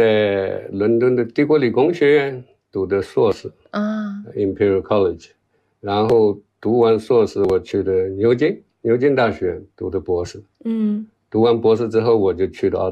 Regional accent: Huizhou, Anhui, China; moved away as an adult; also born or lived in Nottingham; now in Leeds, United Kingdom; 其实和我的家乡就徽州有点像，就是很漂亮的地方

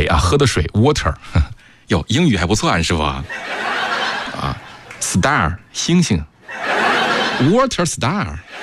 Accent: Hailar, Inner Mongolia, China; now in Hubei, China; 我就是海拉尔长大的孩子。

